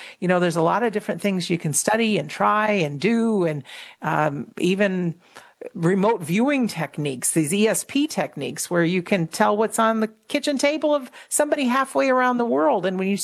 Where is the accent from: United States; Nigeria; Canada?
United States; Connecticut; also born or lived in Minnesota; now in Rhode Island, United States; But I grew up in Connecticut, born in Minneso